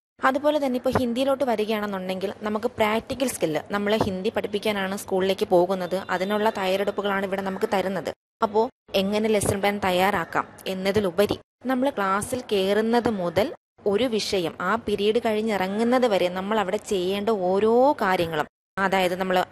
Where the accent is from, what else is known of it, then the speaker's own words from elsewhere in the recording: Kerala, India; ഞാൻ ചെറിയങ്ങാട് സ്വദേശിനിയാണ്.